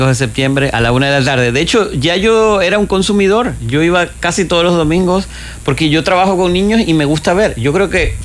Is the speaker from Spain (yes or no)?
no; Maracaibo, Zulia, Venezuela; born there; moved away; Y luego coincido en Houston con una maestra de danza contemporánea de Maracaibo, la ciudad donde yo nací.